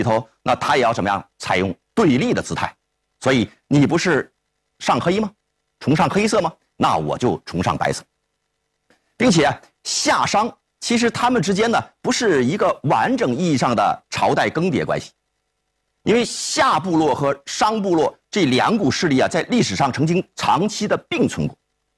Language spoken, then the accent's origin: Chinese; China; 我们中国人啊关于色彩概念中最麻烦的一种颜色